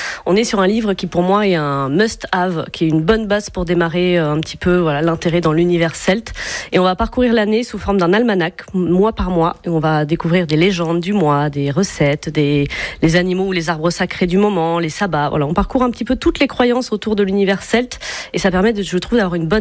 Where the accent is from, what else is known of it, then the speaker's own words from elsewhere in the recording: France; nous, peuple de France